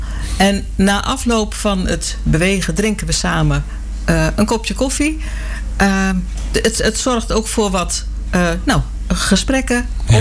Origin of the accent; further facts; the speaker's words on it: Netherlands; moved away as an adult; now in Kerkenveld, Netherlands; mijn roots liggen in Drenthe. En dan niet zozeer. Ik ben hier niet opgegroeid. Ik ben opgegroeid in het westen van het land.